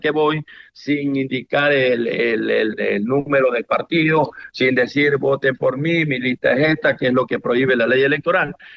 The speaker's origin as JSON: {"language": "Spanish", "town": "Manta", "region": "Manabí", "country": "Ecuador", "said": "pocos manabistas hemos tenido la suerte de hacerlo. Soy el único de Manta, creo que somos dos en la provincia con el señor Bellatini"}